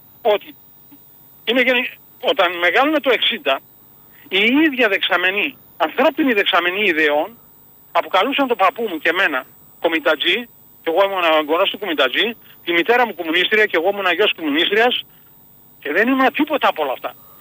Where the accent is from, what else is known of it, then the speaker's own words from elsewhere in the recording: Macedonia, Greece; born there; εγώ δεν είμαι Σκοπιανός ρε, ούτε έχω πάει στα Σκόπια. Εγώ είμαι Μακεδόνας ρε. Το καταλαβαίνετε. Ντόπιος Μακεδόνας.